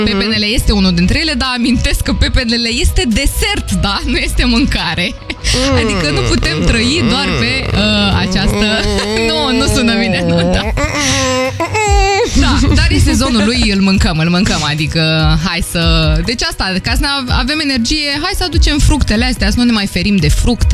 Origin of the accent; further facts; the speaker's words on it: Romania; noi ca oameni, ca români, nu ne aducem aportul ăsta de proteine destul.